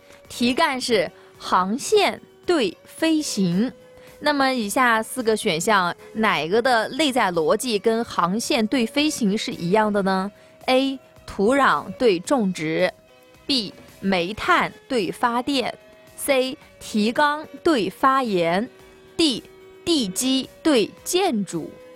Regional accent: Guangde, Anhui, China

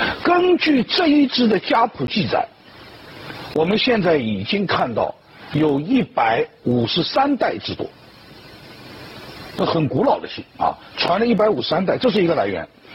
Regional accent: Jiangsu-Zhejiang, China; 我老家江浙一带

